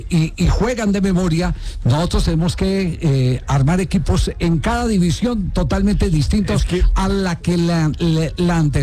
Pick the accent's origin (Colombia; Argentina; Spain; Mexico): Colombia; Y yo lo digo desde el afán, el deseo ferviente como colombiano de acertar.